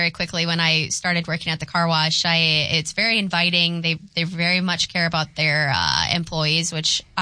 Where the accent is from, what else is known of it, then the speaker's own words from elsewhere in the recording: Illinois, United States; moved away; I am originally from Illinois.